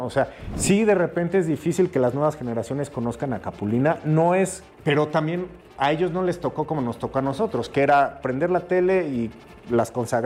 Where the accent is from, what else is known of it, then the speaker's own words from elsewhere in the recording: Mexico; la admiración por uno mismo como mexicano